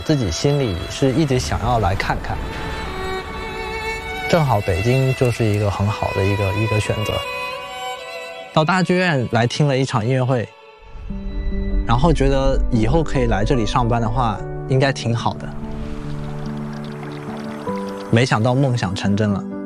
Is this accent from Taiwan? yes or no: yes; Taiwan; moved away as an adult; now in Beijing, China; 那身为一个台湾人，其实对于大陆这边的资讯获取是很有限的，